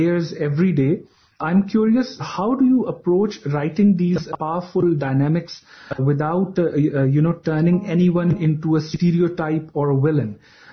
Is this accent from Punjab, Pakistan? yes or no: yes; Lahore, Punjab, Pakistan; I am from Lahore, Pakistan.